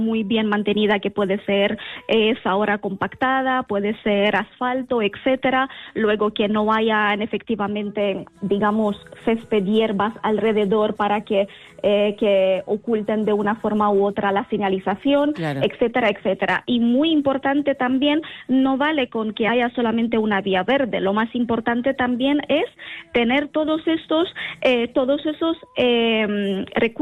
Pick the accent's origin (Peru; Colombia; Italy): Italy; now in Spain; porque yo soy italiana, pero vivo en España desde hace ya 17, 18 años